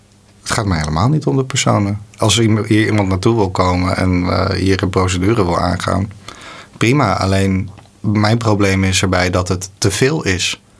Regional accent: Netherlands

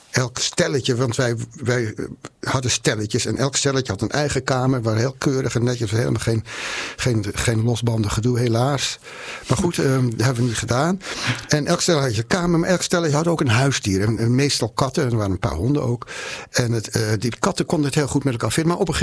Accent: Amsterdam, North Holland, Netherlands; moved away as an adult; En als kind al zat ik op de Montessori lagere school in Amsterdam.

